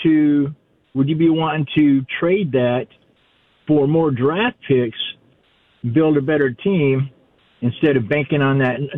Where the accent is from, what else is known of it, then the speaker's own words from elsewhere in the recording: Wisconsin, United States; and I grew up in Wisconsin